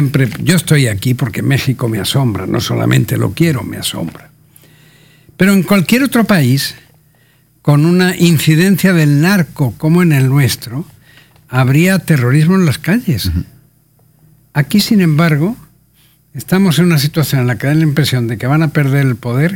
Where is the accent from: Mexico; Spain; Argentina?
Spain; moved away; en mi originaria España.